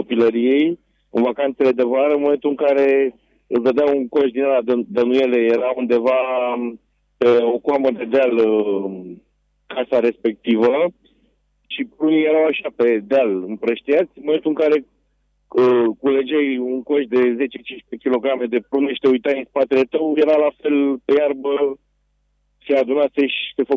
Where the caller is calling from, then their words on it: Bucharest, Romania; fiind din București